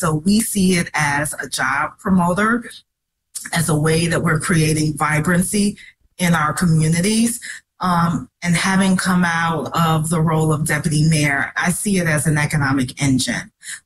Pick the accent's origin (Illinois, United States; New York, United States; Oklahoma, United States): Illinois, United States; Chicago; Yeah, you know, having grown up in Chicago, again, I grew up in North Lawndale, I currently live in Austin.